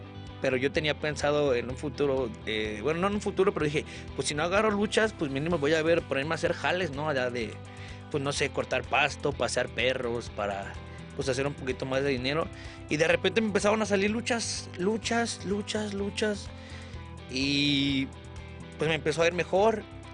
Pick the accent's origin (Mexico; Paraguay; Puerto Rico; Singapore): Mexico